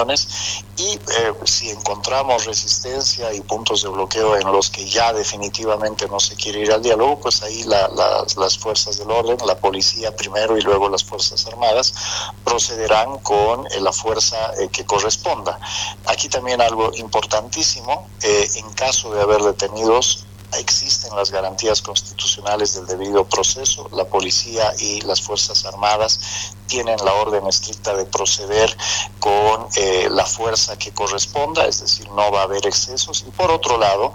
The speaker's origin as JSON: {"language": "Spanish", "country": "Bolivia", "said": "como papás, como bolivianos, sabemos lo duro que ha sido para ellos."}